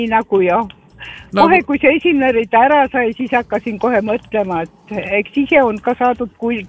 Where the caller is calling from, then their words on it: Ülenurme, Tartu County, Estonia; Kartumaalt, Ülenurmest. Ülenurme.